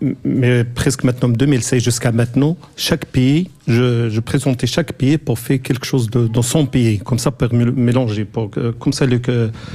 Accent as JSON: {"language": "French", "town": "Fez", "region": "Fès-Meknès", "country": "Morocco", "moved": "yes", "lives_now": "Belgium", "said": "je suis de Fès"}